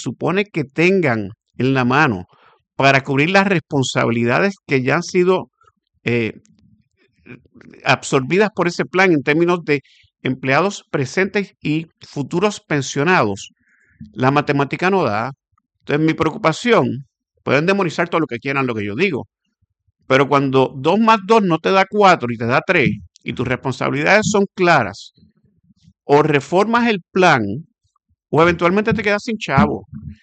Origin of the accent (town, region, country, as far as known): Puerto Rico